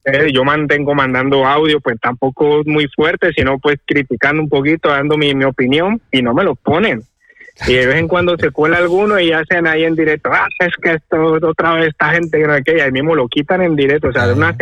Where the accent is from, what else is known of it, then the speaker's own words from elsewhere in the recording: Cali, Valle del Cauca, Colombia; yo, por ejemplo, yo soy de Cali, ¿vale? Yo escucho Olímpica, que es una de las que más se escucha ahí